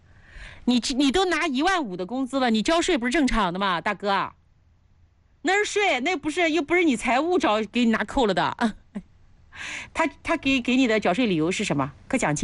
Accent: China; 不好意思，我中国人，谢谢，再见，拜拜。

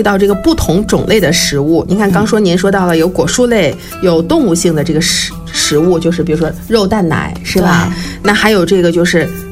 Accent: China; 其实就东方人，尤其我们中国人的这个体质是特别推荐，本身我们就是吃种子长大的。

